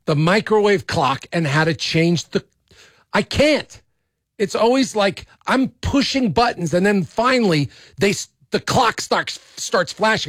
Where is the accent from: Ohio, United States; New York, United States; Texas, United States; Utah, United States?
New York, United States; JJ, I'm from New York. Back, you know, it's different now though, but I don't remember it. Monday Night Football, when I was growing up, it came on at 9 o'clock in New York.